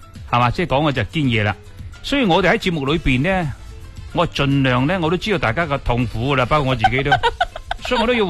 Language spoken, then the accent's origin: Cantonese; Foshan, Guangdong, China; 我哋佛山人